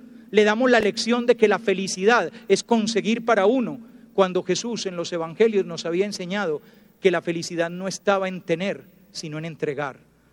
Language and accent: Spanish; Antioquia, Colombia; ¡Qué rico que somos paisas!